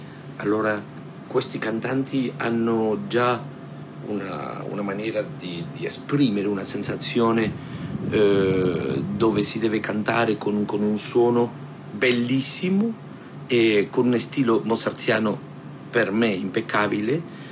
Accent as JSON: {"language": "Italian", "country": "Argentina", "second_language": "Italian"}